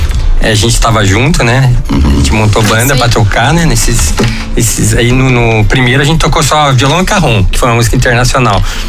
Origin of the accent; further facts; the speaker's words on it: Taubaté, São Paulo, Brazil; moved away; eu sou de Taubaté, né? E a cidade